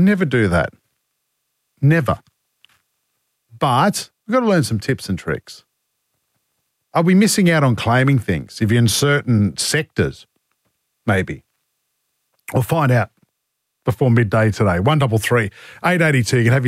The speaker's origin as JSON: {"language": "English", "region": "New South Wales", "country": "Australia", "tie": "born there", "said": "I was born in New South Wales. Well, I think I was born in New South Wales"}